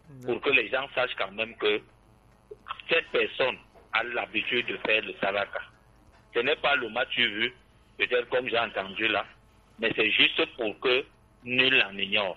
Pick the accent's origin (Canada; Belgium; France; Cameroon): Cameroon; vous savez, nous sommes des Camerounais en particulier.